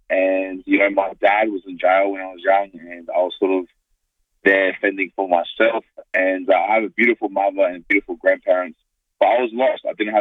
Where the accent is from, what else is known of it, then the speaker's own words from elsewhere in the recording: North Haven, South Australia, Australia; also born or lived in Two Wells / Taparoo; now in Auckland, New Zealand; I grew up in North Haven and also Two Wells. Originally, when we first came to Adelaide, I was in Taparoo, and then we moved in with my grandparents in North Haven.